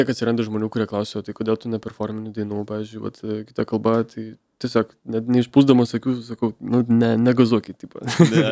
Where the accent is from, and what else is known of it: Visaginas, Utena County, Lithuania